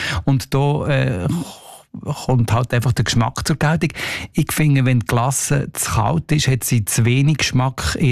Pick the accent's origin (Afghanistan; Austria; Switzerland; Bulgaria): Switzerland; Deitingen, Solothurn; ich bin an der Autobahn aufgewachsen, Autobahn A1, Teitigen.